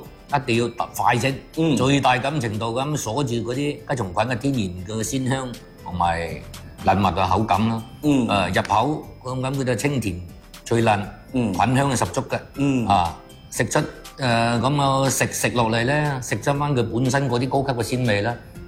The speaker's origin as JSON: {"language": "Cantonese", "region": "Guangdong", "country": "China", "said": "我哋廣東人"}